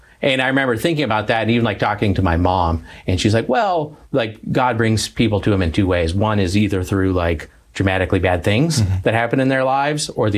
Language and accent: English; Tucson, Arizona, United States; also born or lived in Santa Barbara, California; Yeah, I grew up in Tucson, Arizona.